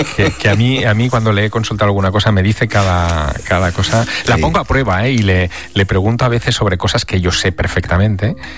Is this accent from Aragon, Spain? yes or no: yes; Teruel, Aragon, Spain; Me lo vas a contar a mí, que soy de Teruel, que el territorio me lo conozco mucho y que sé la riqueza paleontológica que tiene Teruel.